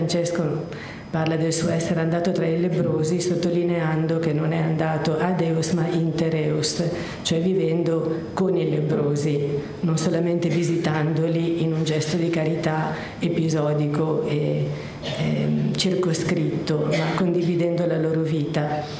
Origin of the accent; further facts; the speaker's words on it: Rome, Lazio, Italy; io vengo da Roma